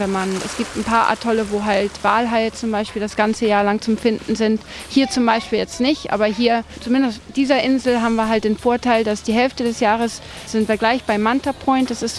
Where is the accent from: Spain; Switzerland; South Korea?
Spain; moved away as an adult; also born or lived in Austria; meine Mutter ist Deutsche, mein Vater ist Spanier. Wir sind in Spanien halt aufgewachsen. Mein Bruder und ich sind aber auf die deutsche Schule gegangen in Spanien. Und ich habe dann im Endeffekt in Österreich studiert